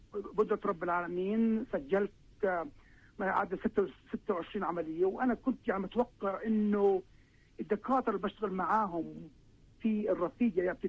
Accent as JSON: {"language": "Arabic", "country": "Palestine", "moved": "yes", "lives_now": "United States", "said": "أنا كإنسان كفلسطيني"}